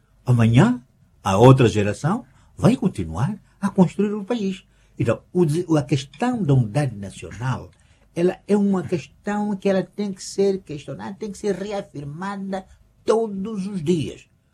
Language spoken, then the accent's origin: Portuguese; Inhambane, Mozambique; eu sou de Inhambane, falo Xitsua, eu sou misto de Bitonga e Matra, sim senhora, eu pertenço àquela